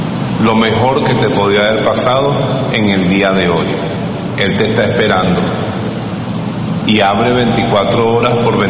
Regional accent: Bejuma, Carabobo, Venezuela; born there; now in Valencia, Venezuela; la Virgen del Carmen que está en Bejuma, en mi pueblo

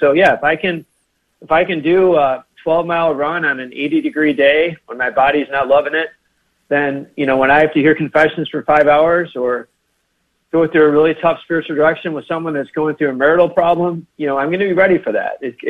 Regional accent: Michigan, United States; now in Maryland, United States; I'm from Michigan. I'm from the Midwest.

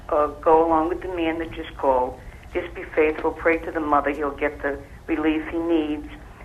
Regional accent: Rhode Island, United States; I'm from Rhode Island.

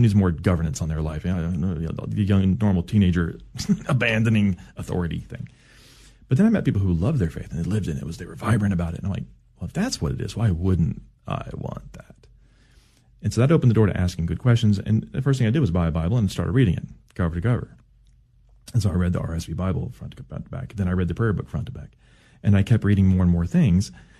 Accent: Cedar Hill, Texas, United States; also born or lived in Dallas; I grew up in Cedar Hill, Texas, just south of here. I loved coming in the day. I got to see I was born in Dallas. I could see literally the place I was born outside the window.

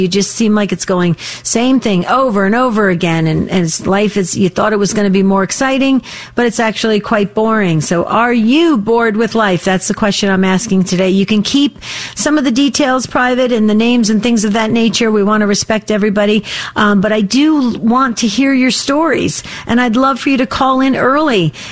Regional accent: New Jersey, United States; born or raised there; now in Arizona, United States

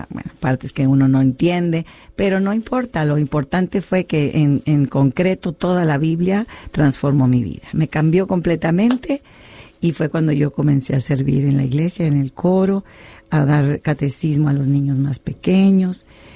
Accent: Los Ángeles, Nuevo León, Mexico; Todo mundo canta en mi pueblo, se llama Los Ángeles, Nuevo León, México

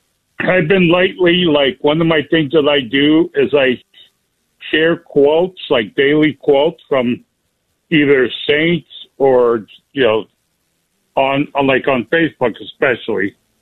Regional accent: Ohio, United States; I was born and raised in Ohio.

